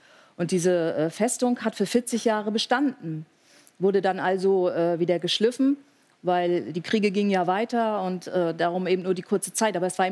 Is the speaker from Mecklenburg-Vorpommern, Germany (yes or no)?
yes; Wismar, Mecklenburg-Vorpommern, Germany; In meiner Freizeit führe ich Gäste durch meine Heimatstadt, ja.